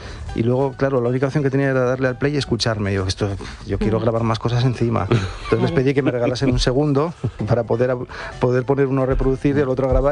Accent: Avilés, Asturias, Spain; yo soy de Avilés, y en esa ciudad se festeja mucho la Semana Santa

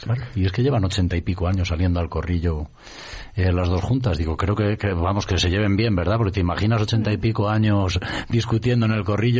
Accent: San Roque, Spain; Pensaba que eso solo pasaba en mi pueblo, que nosotros lo hacíamos en San Roque

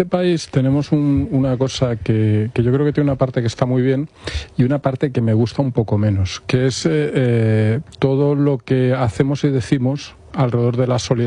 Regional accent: Spain; los españoles somos gente normal.

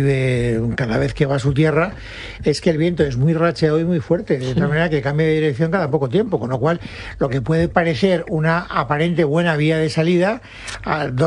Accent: Castellón, Valencian Community, Spain; así como Chencho es de Almería, pues yo soy de Castellón y vi toda la zona afectada de Valencia.

